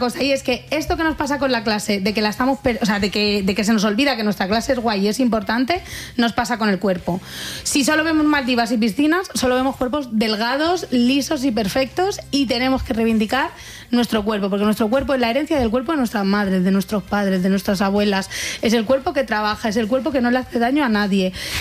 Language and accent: Spanish; Fuenlabrada, Community of Madrid, Spain